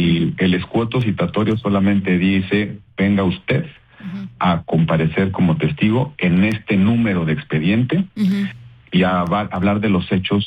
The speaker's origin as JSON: {"language": "Spanish", "country": "Mexico", "said": "Yo, como mexicano, te digo, ya no puedes esperar nada razonable"}